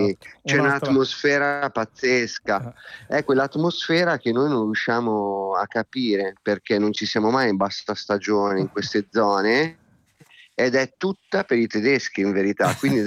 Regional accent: Emilia-Romagna, Italy; io poi sono romagnolo

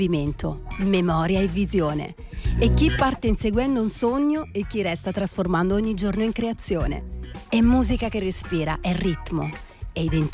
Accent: Naples, Campania, Italy; io sono scaramantica da buon napoletana e dovevo farvi i miei auguri.

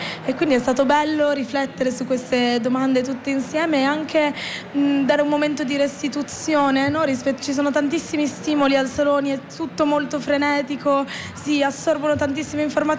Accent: Turin, Piedmont, Italy; Io sono torinese, sì, studio lettere moderne a Palazzo Nuovo

